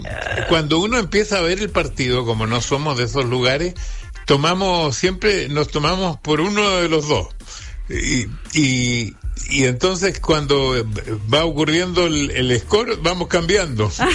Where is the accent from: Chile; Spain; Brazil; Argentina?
Chile; Talca, Maule; yo soy de Talca